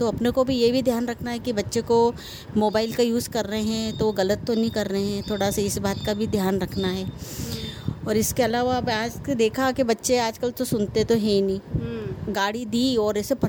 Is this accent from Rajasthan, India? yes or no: yes; Jhalawar, Rajasthan, India; मैं झालावाड़ की रहने वाली हूँ और एक गृहिणी हूँ